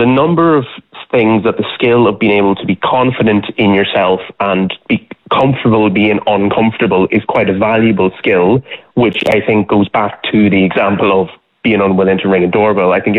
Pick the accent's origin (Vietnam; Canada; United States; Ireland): Ireland; Because I grew up in Southern Ireland as a Protestant